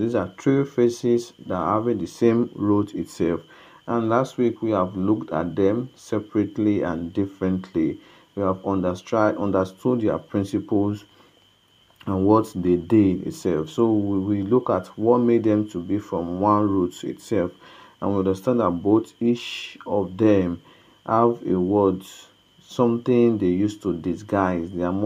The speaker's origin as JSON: {"language": "English", "town": "Okada", "region": "Edo", "country": "Nigeria", "said": "from Okada Town, Edo State, Nigeria"}